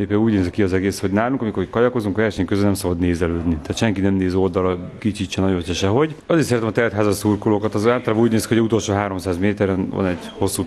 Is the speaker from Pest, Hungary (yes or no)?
yes; Göd, Pest, Hungary; nem tudnék onnan elköltözni. Ez az első hely, ahol van Dunapart, vidék, ugyanakkor város, nincsenek panelházak. Azt mondom, hogy ha nem ide születtem volna, akkor szomorú lennék.